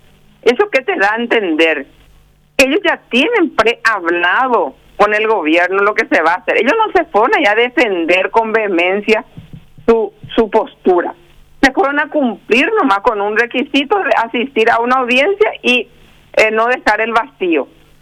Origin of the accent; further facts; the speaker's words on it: Paraguay; Yo por lo menos soy parte hoy del Estado paraguayo.